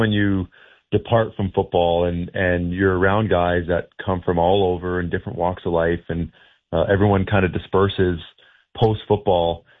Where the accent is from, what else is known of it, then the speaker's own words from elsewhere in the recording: Peterborough, Ontario, Canada; And, I grew up in around Peterborough with a ton of lakes around there.